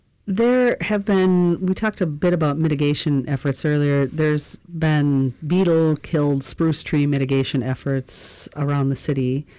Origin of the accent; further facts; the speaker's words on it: Midwest, United States; now in Alaska, United States; I grew up in the Midwest where you heard thunder and saw lightning often in the summertime